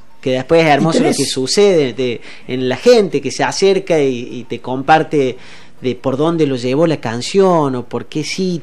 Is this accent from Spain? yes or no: no; Argentina; como argentino me enorgullece